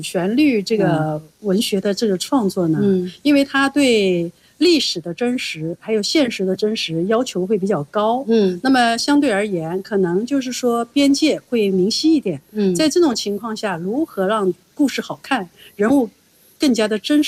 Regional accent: Anyuan, Jiangxi, China; moved away; 那么我老家安远，他也牺牲了很多革命烈士，

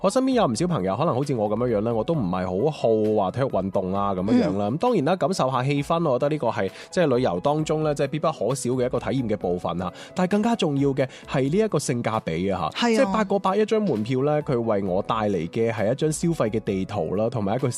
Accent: Guangzhou, Guangdong, China; 我系广州人

